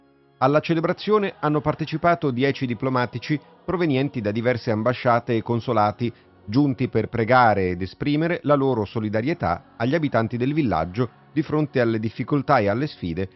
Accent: Angola; Vengo dall'Angola e faccio parte della custodia di Terra Santa da 8 anni.

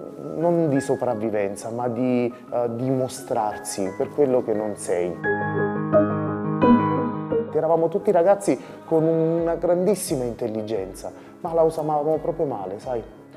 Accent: Caserta, Campania, Italy; Io sono originario di Caserta. Il luogo dove sono nato nella mia città è uno dei quartieri, quelli belli strong, quelli proprio tosti, duri, no?

